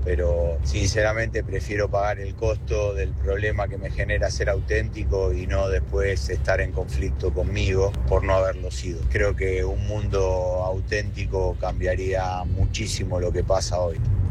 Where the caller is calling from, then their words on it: Buenos Aires, Argentina; de Villa Devoto.